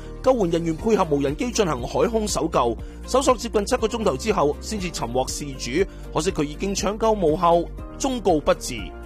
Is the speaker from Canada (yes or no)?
yes; Canada; 而我发觉好多时候我哋作为加拿大人，我哋对呢方面真係不闻不问㗎喎